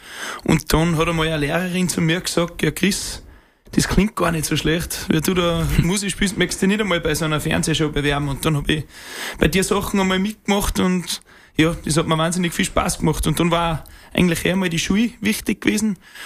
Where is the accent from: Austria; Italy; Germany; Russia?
Austria; St. Martin am Tennengebirge, Salzburg; ich bin aus St. Martin am Dinnengebirge, ist in Pongau. Ja, und wir sind schon stolz auf unsere Heimat.